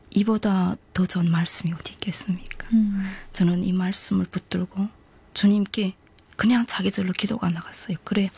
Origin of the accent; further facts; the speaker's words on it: North Hamgyong, North Korea; moved away as an adult; also born or lived in China; now in South Korea; 남한 정착 1년차 함경북도가 고향인